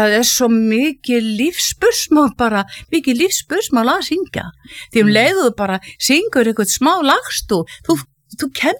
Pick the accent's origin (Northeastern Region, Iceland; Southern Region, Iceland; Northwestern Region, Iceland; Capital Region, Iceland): Southern Region, Iceland; Hvolsvöllur; ég er fædd og uppalinn í Rangavallasýslunni og að mestu leiti á Hvolsvelli.